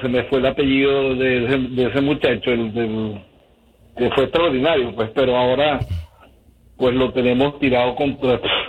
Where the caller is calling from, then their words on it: Houston, Texas, United States; de Houston.